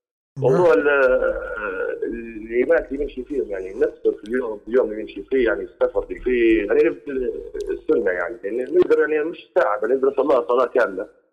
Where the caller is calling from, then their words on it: Tripoli, Tripolitania, Libya; أنا طبعا من طرابلس، لكن نمشي يعني مصراتة مرة بعد شهر مرة شهرين